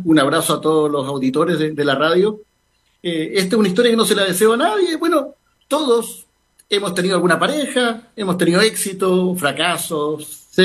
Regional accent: Chaitén, Los Lagos, Chile; Bueno, yo soy de Chaitén

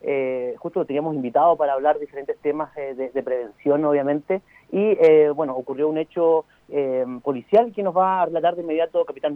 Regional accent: Chile; todos somos chilenos

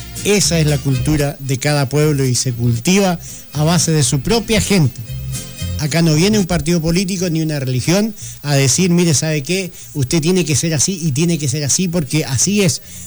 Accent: Meulín Island, Los Lagos, Chile; allá en la isla de Meulín a hacer nuestro lanzamiento allá en mi tierra

